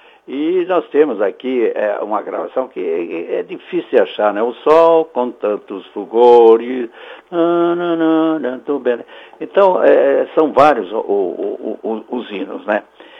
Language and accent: Portuguese; Brazil; Mas a gente, como patriota, como brasileiro